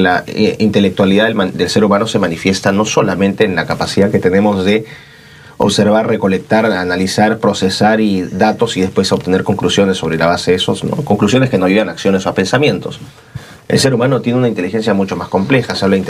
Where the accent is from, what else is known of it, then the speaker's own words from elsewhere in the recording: Peru; soy un académico peruano